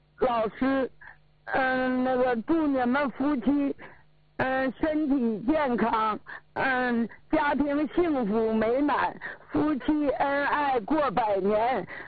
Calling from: Changchun, Jilin, China; 我今年83，我家是长春的。

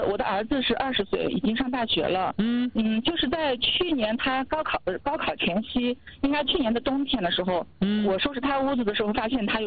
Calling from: Xinjiang, China; 我是新疆的听众啊。

